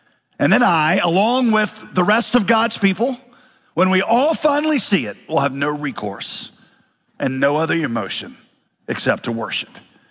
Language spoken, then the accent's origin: English; Winston-Salem, North Carolina, United States; I grew up in Winston-Salem. That was my home city. From the time I was two, went to college in Winston-Salem.